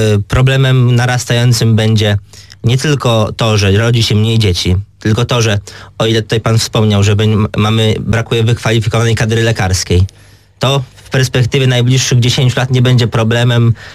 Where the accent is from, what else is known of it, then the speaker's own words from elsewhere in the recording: Namysłów, Opole Voivodeship, Poland; u nas w Namysłowie